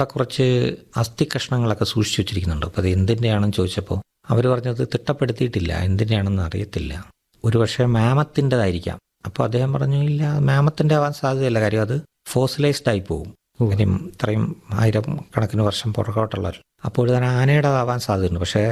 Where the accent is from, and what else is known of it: Kerala, India